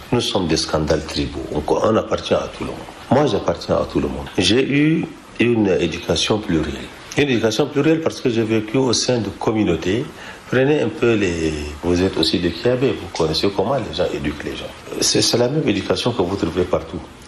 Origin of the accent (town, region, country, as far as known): Chad